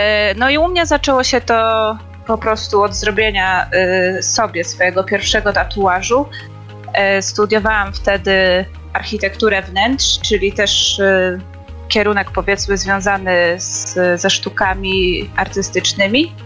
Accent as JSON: {"language": "Polish", "town": "Koszalin", "region": "West Pomeranian Voivodeship", "country": "Poland", "said": "pochodzę z Koszalina."}